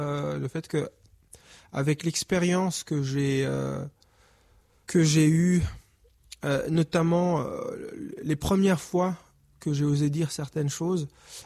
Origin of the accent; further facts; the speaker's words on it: Rwanda; now in Canada; On me disait, tu viens d'où ? Je suis d'origine rwandaise. Étais-tu là pendant le génocide ? Oui, mais ma famille va bien.